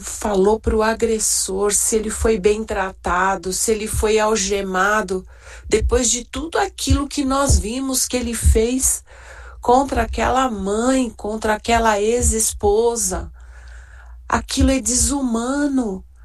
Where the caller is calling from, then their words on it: São Paulo, Brazil; de São Paulo.